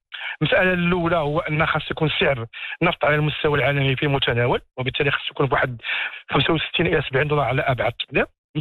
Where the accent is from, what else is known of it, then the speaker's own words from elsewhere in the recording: Morocco; عندنا في المغرب